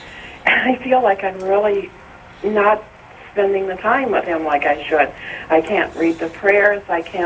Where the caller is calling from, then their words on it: Barberton, Ohio, United States; I'm from Barberton, Ohio.